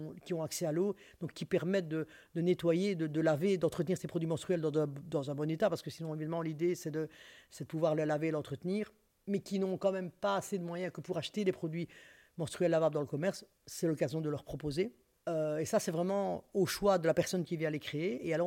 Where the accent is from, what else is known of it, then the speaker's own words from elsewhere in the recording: Liège, Wallonia, Belgium; moi, je suis liégeoise. Donc, j'ai commencé là où je connais, donc c'est-à-dire à Liège.